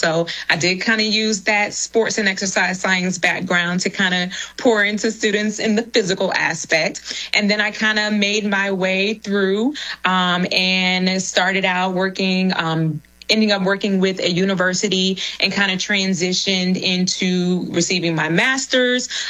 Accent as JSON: {"language": "English", "town": "Jacksonville", "region": "Florida", "country": "United States", "said": "I am originally from Jacksonville, Florida. So go Jags."}